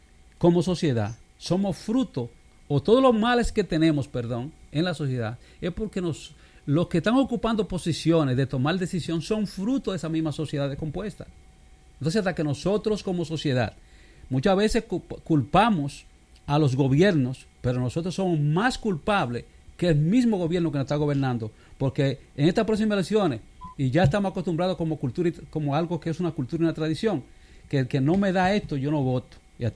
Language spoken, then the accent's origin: Spanish; Dominican Republic; nosotros como dominicanos